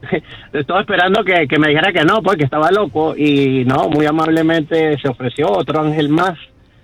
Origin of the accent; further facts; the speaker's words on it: Venezuelan Andes, Venezuela; now in Cagua, Venezuela; crecimos juntos en los Andes venezolanos